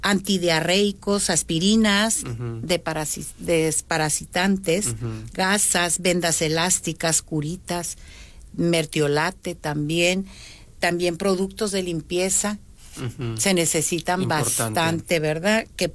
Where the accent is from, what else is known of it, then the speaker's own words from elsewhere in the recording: Culiacán, Sinaloa, Mexico; los sinaloenses, los culichis, para cuestiones en situaciones así, nos unimos de veras de corazón